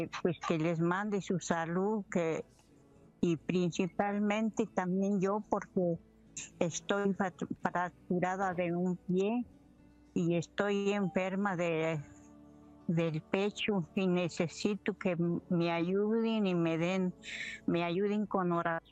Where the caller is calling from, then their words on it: Michoacán, Mexico; le llamo de Michoacán.